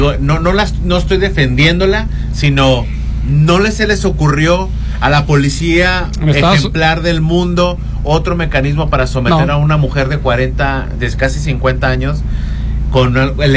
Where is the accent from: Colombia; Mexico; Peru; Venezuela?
Mexico; yo que soy mexicano.